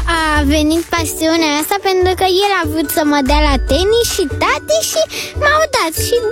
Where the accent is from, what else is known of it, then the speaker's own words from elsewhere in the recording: Bucharest, Romania; am 8 ani și sunt din București.